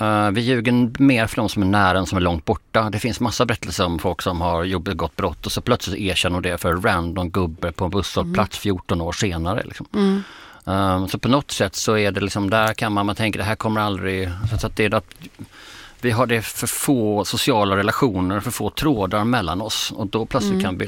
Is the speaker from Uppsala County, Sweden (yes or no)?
no; Skåne, Sweden; Jag tänker, du är värmlänning och jag är skåning.